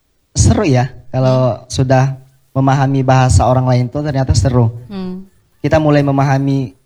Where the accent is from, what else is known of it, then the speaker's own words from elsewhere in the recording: Philippines; Indonesian is a second language; moved away as an adult; now in Indonesia; Saya berasal dari Filipina